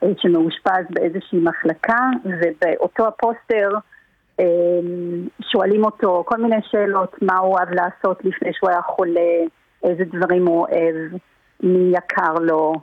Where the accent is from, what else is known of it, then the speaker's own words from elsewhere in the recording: South Africa; now in Israel; אני לא גדלתי בארץ, גדלתי בדרום אפריקה